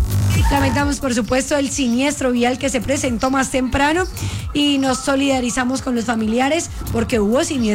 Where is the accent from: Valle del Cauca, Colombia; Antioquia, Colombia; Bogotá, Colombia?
Valle del Cauca, Colombia; Cali; yo soy de Cali